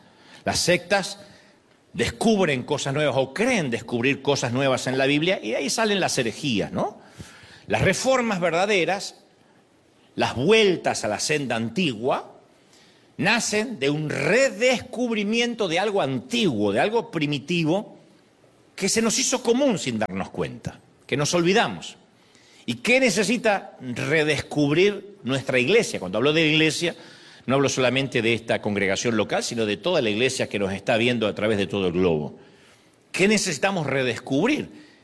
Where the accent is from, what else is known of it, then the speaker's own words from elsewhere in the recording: Argentina; moved away; Hace algunos años llegó un respetado predicador a la Argentina. Yo vivía allá